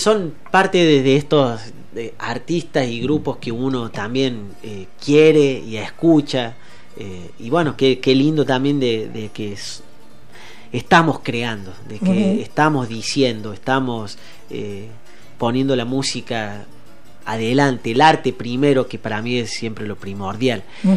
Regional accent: Argentina; como argentino me enorgullece

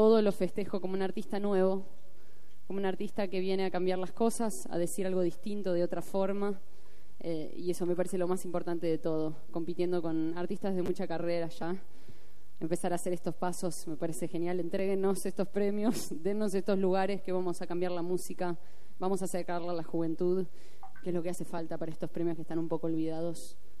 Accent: Santa Fe, Argentina; Yo soy de Santa Fe.

